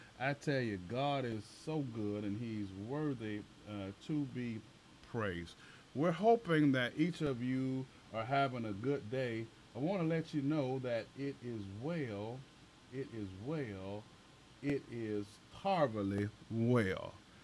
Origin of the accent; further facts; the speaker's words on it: West Palm Beach, Florida, United States; also born or lived in Abilene, Texas; I was born in Texas. I was born in Abilene, Texas, raised in West Palm Beach, Florida. And so I'm from the South. I know y'all hear my voice, and that's what it is.